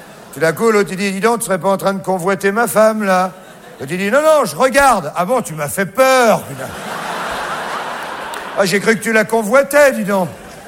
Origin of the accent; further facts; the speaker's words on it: France; Hein, vous avez vu, chez nous, en France